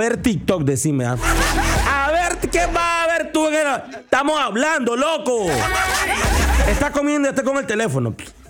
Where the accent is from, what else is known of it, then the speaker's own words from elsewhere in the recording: Nicaragua; Mira, aquí estamos así. Somos nica, pero es que no.